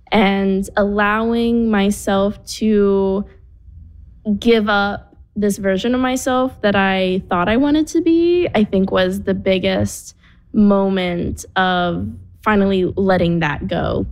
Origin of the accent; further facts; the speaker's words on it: Hamilton, Ohio, United States; Growing up in Hamilton, Ohio, I was one of the two Asian people in my high school.